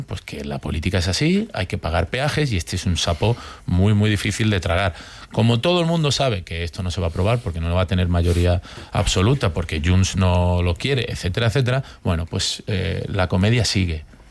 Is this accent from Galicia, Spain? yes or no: no; Andalusia, Spain; por mi tierra, por Andalucía